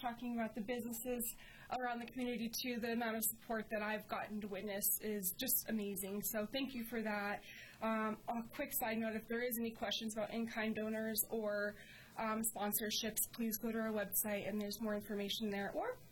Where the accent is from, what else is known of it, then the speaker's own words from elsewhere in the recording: Texas, United States; now in New Mexico, United States; I'm from Texas, so I have a particular way of saying